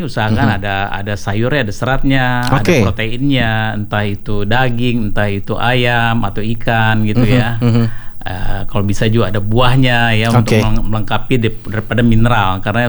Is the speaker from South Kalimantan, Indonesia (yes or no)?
no; Jakarta, Indonesia; also born or lived in Banda Aceh; saya dari tahun 70 udah tinggal di Jakarta. Jadi praktis masa kecil saya semua ada di Jakarta.